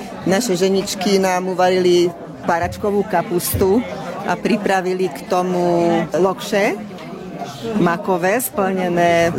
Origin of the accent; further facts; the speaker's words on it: Hungary; Ja som rodená Gutianka, takže my sme sa doma schovárali s nimi po slovensky.